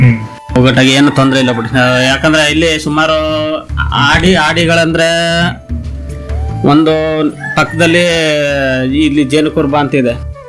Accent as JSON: {"language": "Kannada", "region": "Karnataka", "country": "India", "tie": "born there", "said": "ಈಗ ನಮ್ಮ ಪಕ್ಕದಲ್ಲಿ ಕುಡ್ಗಿ ಇದೆ, ಈಗ ನಮ್ದು ಕುಡ್ಗಿ ಆಡಿ"}